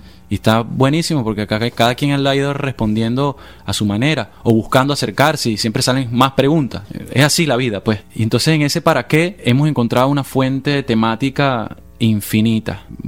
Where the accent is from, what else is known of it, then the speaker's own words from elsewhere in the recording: Venezuela; en mi país, en Venezuela